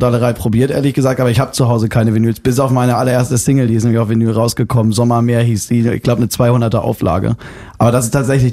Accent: Hamburg, Germany; born there; Ich bin in Hamburg geboren, aber wohne in MacPom.

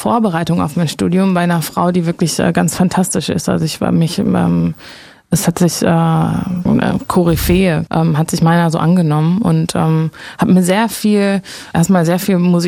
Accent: North Rhine-Westphalia, Germany; das ist so ein Newcomer-Festival bei uns im Ruhrgebiet

